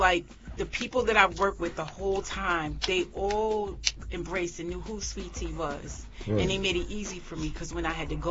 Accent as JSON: {"language": "English", "town": "New York City", "region": "New York", "country": "United States", "tie": "born or raised there", "also_born_or_lived": "Brooklyn", "said": "I spent my first 6 years in Brooklyn, but I'm claiming Queens."}